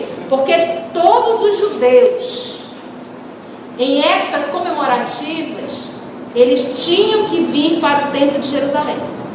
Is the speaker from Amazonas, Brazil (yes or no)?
yes; Amazonas, Brazil; Nós somos amazonense e somos o quê? Brasileiro. Então a nossa nacionalidade é brasileira. O nosso estado, o Amazonas.